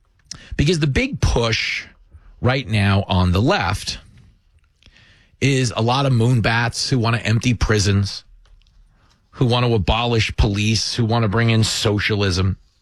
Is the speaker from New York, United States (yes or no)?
yes; New York, United States; It's funny because I grew up in New York believing that the rest of the country wished they were doing what I was doing.